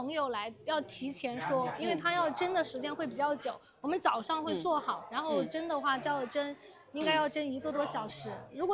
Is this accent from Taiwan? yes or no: no; Chongqing, China; now in Sichuan, China; 我是重庆的。